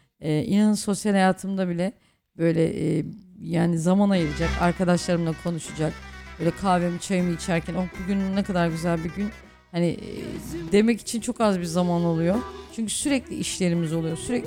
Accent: Düzce, Turkey; Böyle Aydınpınar Caddesi'nde oturuyorduk. Benim çocukluğum zaten hep böyle Aydınpınar Caddesi'nde geçti. Orada doğdum, büyüdüm. Hani diyor ya, Aydınpınar çocuğuyuz biz.

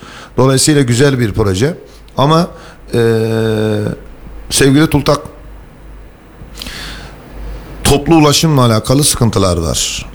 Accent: İzmir, Turkey; Artık Demirtaş Alsancak hattında doğduk büyüdük ikimiz. O bölgeleri biliriz.

